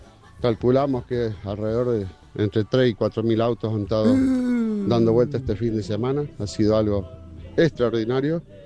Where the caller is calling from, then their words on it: La Cumbrecita, Córdoba, Argentina; de La Cumbrecita.